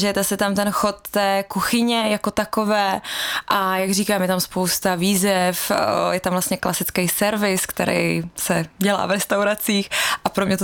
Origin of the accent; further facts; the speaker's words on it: Svitavy, Pardubice Region, Czechia; Ano, jsem přímo ze Svitav, takže jo, jsem.